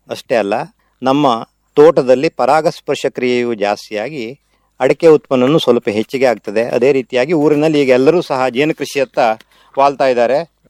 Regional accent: Malavalli, Karnataka, India; ತಾಲೂಕಾ ಕೇಂದ್ರದಿಂದ ಅತಿ ದೂರದಲ್ಲಿರುವಂತಹ ಅಂದರೆ ಸುಮಾರು ಒಂದು 35-36 ಕಿಲೋಮೀಟರ್ ದೂರದ ನಮ್ಮೂರು, ಸಮೀಪದಲ್ಲಿಯೇ ಕೈಗಾ ಅಂತೊಂದಿದೆ, ಕೈಗಾ ಅಣುಸ್ತಾವರ.

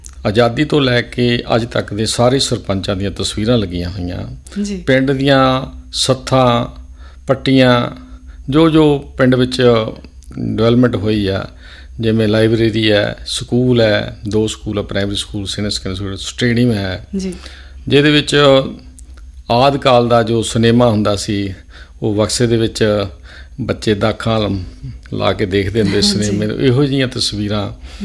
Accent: Dhani Pind, Punjab, India; ਮੇਰਾ ਪਿੰਡ ਧਨੀ ਪਿੰਡ ਹੈ, ਜੰਡਿਆਲਾ ਤੋਂ ਨਕੋਦਰ ਰੋਡ ਦੇ ਉੱਤੇ, ਫਗਵਾੜਾ ਤੋਂ 13 ਕਿਲੋਮੀਟਰ 'ਤੇ ਸਥਿਤ ਹੈ

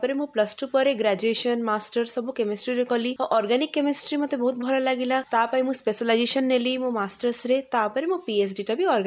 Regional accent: Bhawanipatna, Odisha, India; ମୋ ଘର ଭବାନୀପାଟଣା, କଳାହାଣ୍ଡି।

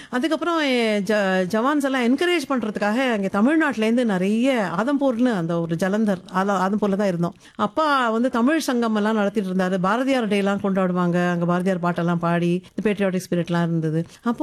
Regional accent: Agra, Uttar Pradesh, India; born there; ஆக்ரால தான் பிறந்தேன், அதனால தான் … வச்சாங்க.

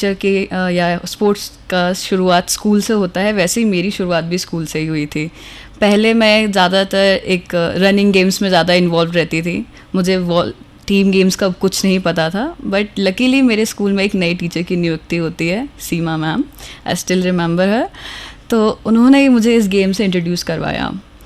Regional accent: Gwalior, Madhya Pradesh, India; मैं ग्वालियर की ही निवासी हूँ

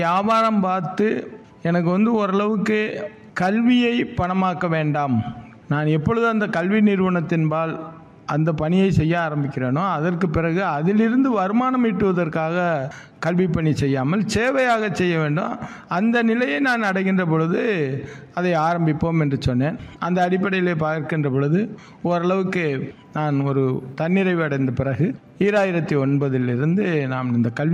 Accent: Muthupattinam, Tamil Nadu, India; moved away as an adult; now in Dindigul, India; என்னுடைய சொந்த ஊர் புதுக்கோட்டை மாவட்டம், புதுக்கோட்டை அறந்தாங்கி சாலையில் 15வது கிலோமீட்டரில் முத்துப்பட்டினம் என்ற சிற்றூர். வேலை நிமித்தமாக திண்டுக்கலுக்கு வந்தேன், இங்கே குடியிருக்கேன் தற்சமயம்.

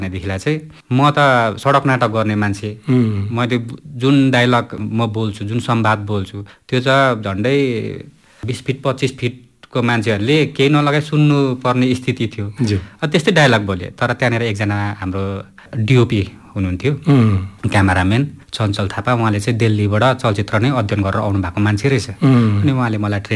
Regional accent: Mirik, West Bengal, India; हामी गाउँबाट मिरिक बस्ती, मेरो गाउँ हो

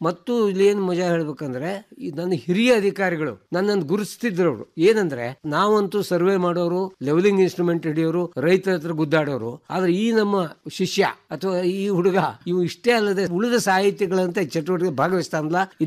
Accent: Sirsi, Karnataka, India; also born or lived in Manjuguni; ನಾನು ಮೂಲತಃ ಉತ್ತರ ಕನ್ನಡ ಜಿಲ್ಲೆಯ ಶಿರಸಿಯ ಅಲ್ಲಿ ಶ್ರೀಕ್ಷೇತ್ರ ಮಂಜುಗುಣಿಯವನು. ಬಹುಶಃ ನಾನು ಹುಟ್ಟಿದ ಮಲೆನಾಡಿನ ಪ್ರಭಾವವೋ ಏನೋ

